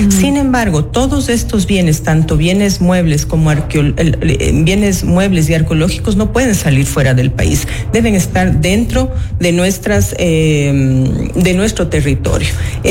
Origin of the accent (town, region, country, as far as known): Ecuador